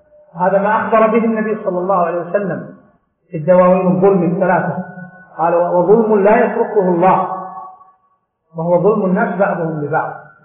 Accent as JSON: {"language": "Arabic", "country": "Saudi Arabia", "said": "ولذلك عندنا في المملكة العربية السعودية تؤخذ البيعة بهذه الطريقة"}